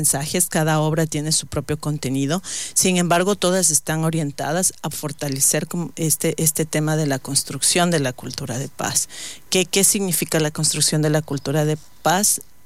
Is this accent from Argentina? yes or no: no; Ecuador; nosotros mismos como ecuatorianos